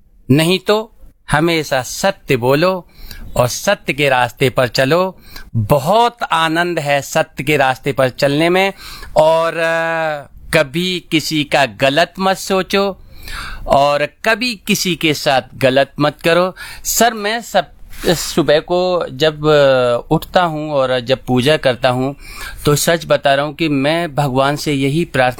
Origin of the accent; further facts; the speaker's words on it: Aligarh, Uttar Pradesh, India; now in Delhi, India; मैं दिल्ली से हूँ और वैसे मैं रहने वाला यूपी अलीगढ़ से हूँ, लेकिन वो छोड़े तो काफ़ी एक अरसा हो गया और फिलहाल तो मैं दिल्ली में हूँ और अपनी दिल्ली में अपनी फैमिली के साथ जिंदगी गुसर बसर कर रहा हूँ।